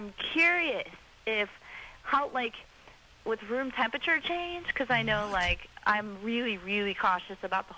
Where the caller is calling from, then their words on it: Arizona, United States; I am from Arizona.